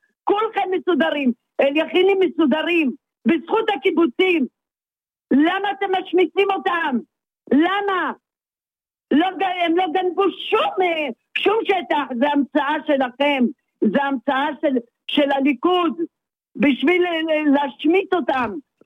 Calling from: Elyakhin, Central District, Israel; למה באל יכין אין שום מפעל? למה? כי אנחנו תימנים

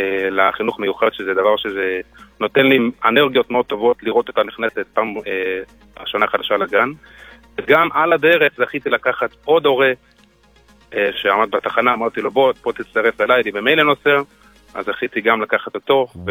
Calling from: Beit Shemesh, Jerusalem District, Israel

